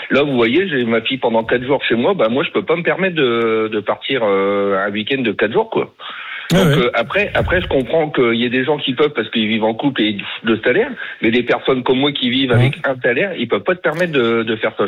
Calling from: France; moi je suis un Français

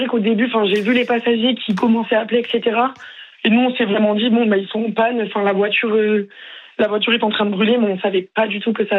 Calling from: Toulouse, Occitanie, France; moi j'habite à Toulouse.

